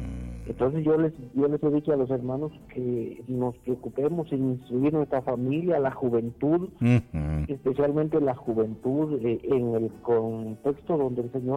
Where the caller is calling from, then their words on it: Aguacatán, Huehuetenango, Guatemala; Le estoy llamando de aquí, … de Aguacatán.